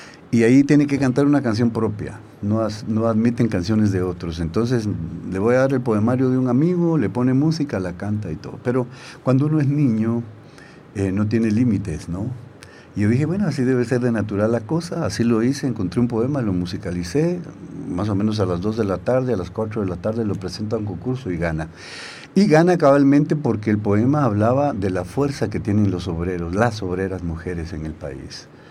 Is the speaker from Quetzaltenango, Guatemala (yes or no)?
yes; Quetzaltenango, Guatemala; Yo no nací en Xela, pero crecí ahí.